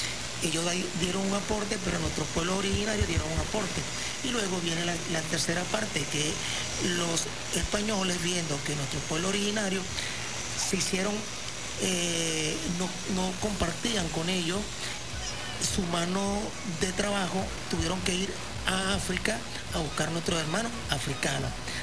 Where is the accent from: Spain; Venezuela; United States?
Venezuela